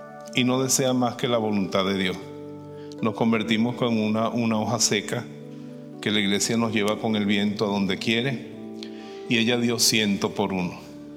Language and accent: Spanish; Venezuela; Ella vivía allá en mi tierra, en Venezuela.